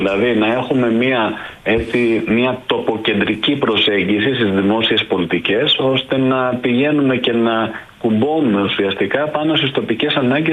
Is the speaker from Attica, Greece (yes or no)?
no; Sparta, Peloponnese, Greece; δηλαδή εγώ μπορεί να ενδιαφέρομαι κατάγομαι από τη Σπάρτη.